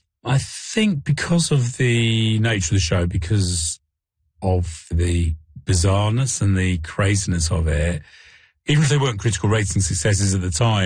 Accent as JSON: {"language": "English", "country": "United Kingdom", "said": "I suppose as British program makers, we tend to do things with a sprinkling of irony and a sprinkling of cheekiness"}